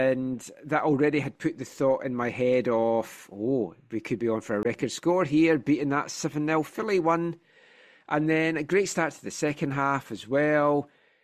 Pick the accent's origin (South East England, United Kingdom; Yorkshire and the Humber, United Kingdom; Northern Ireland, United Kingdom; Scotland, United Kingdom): Scotland, United Kingdom; Never coins because we're Scottish and we don't throw money away.